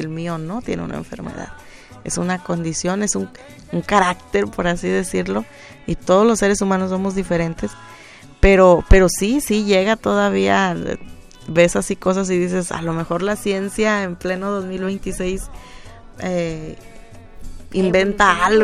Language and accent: Spanish; Chiapas, Mexico; moved away; soy una migrante. Soy del estado de Chiapas.